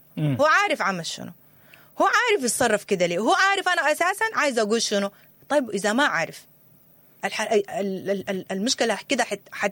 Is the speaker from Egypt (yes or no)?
no; Sudan; واحنا يعني كسودانيين